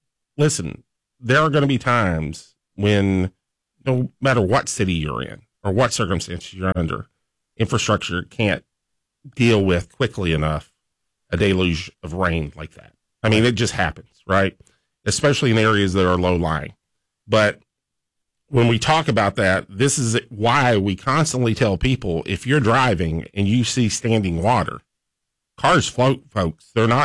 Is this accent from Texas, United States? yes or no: no; Vine Grove, Kentucky, United States; now in Lexington, United States; And I'm not originally from Lexington. I grew up in a small community, Vine Grove, over in Hardin County.